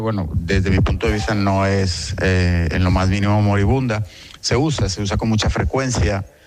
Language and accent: Spanish; Venezuela; now in Ourense, Spain; mando este audio desde Ourense. … Vivo aquí desde hace más de 20 años, aunque nací y me crié durante mucho tiempo en Venezuela.